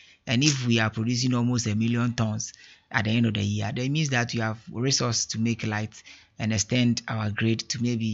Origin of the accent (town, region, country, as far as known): Ghana